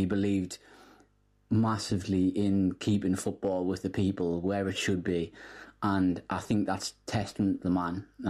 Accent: North East England, United Kingdom; for me personally, I know a lot of people who's around my age bracket growing up in the Northeast

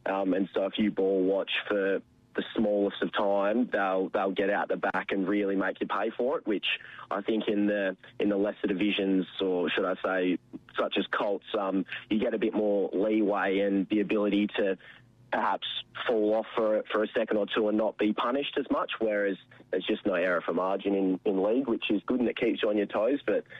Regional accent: Karratha, Western Australia, Australia; also born or lived in Perth; So I'm from Karratha. The old boy had a job up there for a few years. So I grew up up there in the heat playing for the Karratha Cats, which are blue and white as well. And then came down to boarding school at Christchurch Grammar

